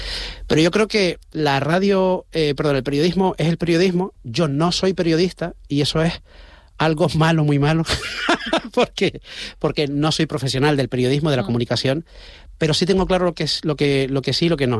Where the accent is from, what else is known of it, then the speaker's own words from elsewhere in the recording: Canary Islands, Spain; Primero, sí, soy canario, y luego me quedo esperando a ver si saben dónde están las Canarias o no